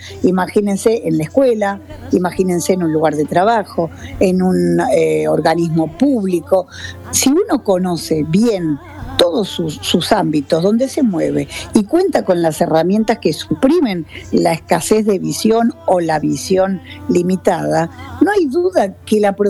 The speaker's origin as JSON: {"language": "Spanish", "country": "Argentina", "said": "En mi país, por ejemplo, en la Argentina"}